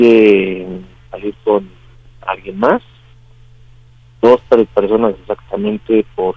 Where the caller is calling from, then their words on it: Mexico City, Mexico; 33, soy de la Ciudad de México, de la denominación Tlalpan